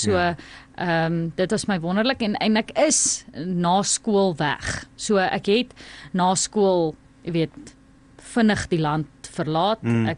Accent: Windhoek, Khomas, Namibia; also born or lived in Pretoria; in Windhoek groot geword, Suiderhof primair, en toe in VHS.

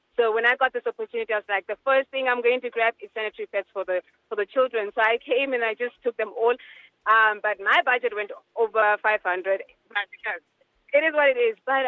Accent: Aminuis, Omaheke, Namibia; I grew up on a farm, Okameruna. Yeah. All the way from Aminus.

